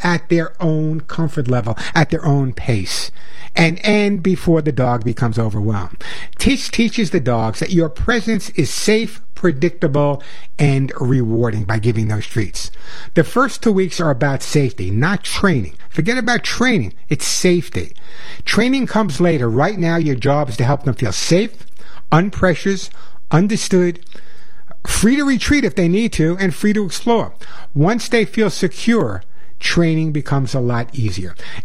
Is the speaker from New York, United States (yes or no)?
yes; Bronx, New York, United States; When I was growing up in the Bronx, boxes, yes, I did.